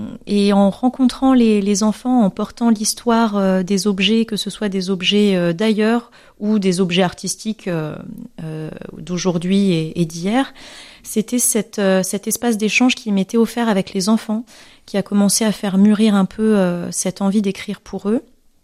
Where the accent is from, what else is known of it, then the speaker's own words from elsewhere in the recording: Madagascar; born there; also born or lived in Alsace / Indian Ocean; je suis née à Madagascar, mais j'ai beaucoup voyagé ensuite entre l'Alsace et l'océan Indien